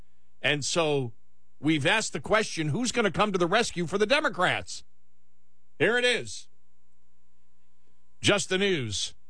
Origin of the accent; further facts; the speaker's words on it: Buffalo, New York, United States; accent: Buffalo; I really can't get away with that with my Buffalo accent, can I?